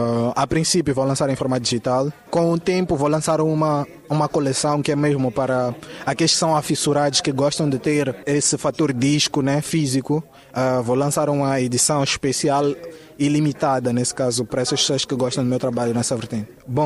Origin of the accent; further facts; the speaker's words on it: Mozambique; para que as outras pessoas possam sentir e se identificam com aquilo que nós estamos a fazer como moçambicanos.